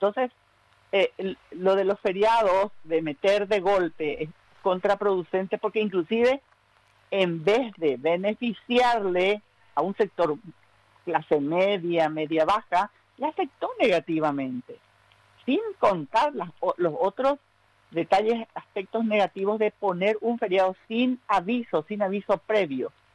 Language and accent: Spanish; Paraguay; Y hablo como paraguaya, por eso hablo en plural.